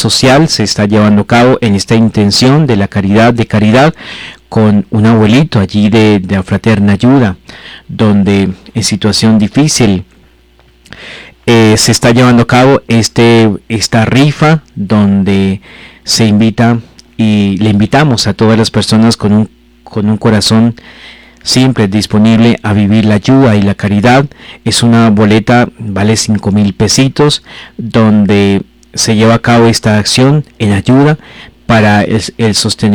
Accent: Colombia

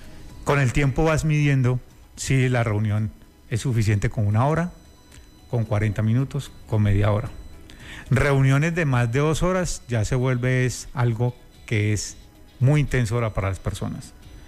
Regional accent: Boyacá, Colombia; yo soy de Boyacá, vengo de familia de campesina, que les encantan los caballos, montar a caballo.

